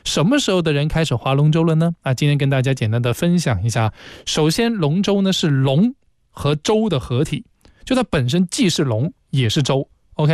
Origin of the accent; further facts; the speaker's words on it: China; 我们中国人民